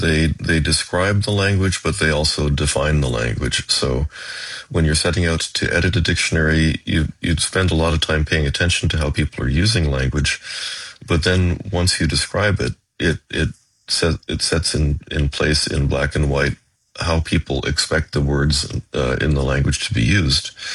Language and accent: English; Canada; he's a person of approximately my age, and I'm guessing yours as well, where we were taught as children that as Canadians